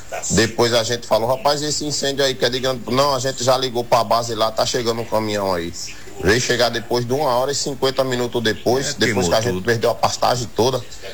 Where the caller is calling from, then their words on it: Paraíba, Brazil; sou aqui da Manteiga, sou um proprietário de um dessas terras aí que queimou.